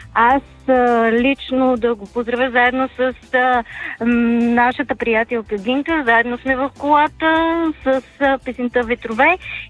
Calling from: Peshtera, Pazardzhik Province, Bulgaria; съм от Пещера.

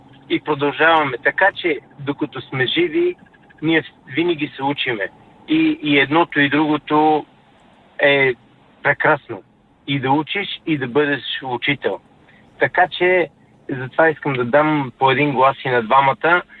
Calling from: London, United Kingdom; съм от Лондон

